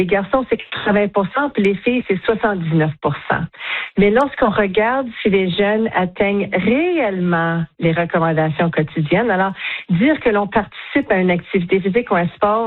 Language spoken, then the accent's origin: French; Canada; en tant que Canadienne